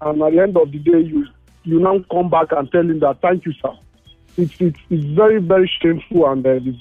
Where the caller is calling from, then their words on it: Kenya; Yeah, I'm sorry, I'm calling from Kenya.